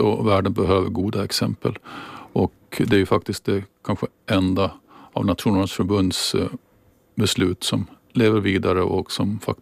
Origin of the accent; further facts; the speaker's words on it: Åland, Åland Islands; Jag tror här på insidan på Åland så tror jag att ålänningarna har lika stor och stark känsla för både självstyrelsen och demilitariseringen